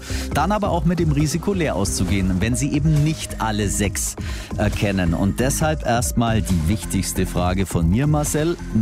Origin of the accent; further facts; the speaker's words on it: Swabia, Germany; Kann ich komplett nachvollziehen als Schwabe.